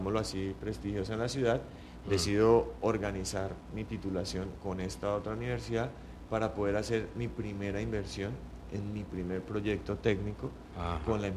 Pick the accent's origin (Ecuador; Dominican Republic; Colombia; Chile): Colombia; uno como buen colombiano